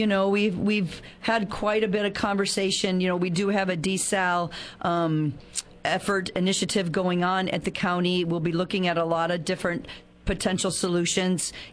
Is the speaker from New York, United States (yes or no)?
no; San Luis Obispo, California, United States; afterwards, somebody found out I was from San Luis Obispo